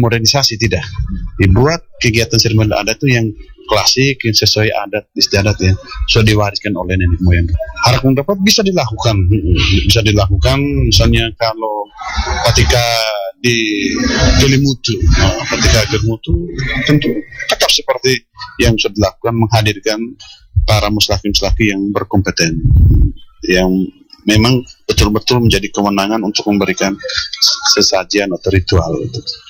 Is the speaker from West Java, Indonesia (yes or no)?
no; East Nusa Tenggara, Indonesia; keyakinan ini kita orang Endelio pada khususnya, bahwa ritual itu merupakan acara yang sangat sakral